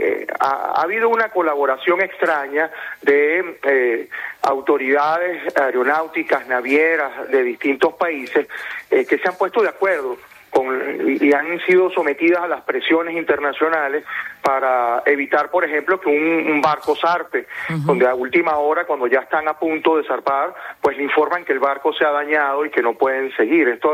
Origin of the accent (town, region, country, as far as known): Venezuela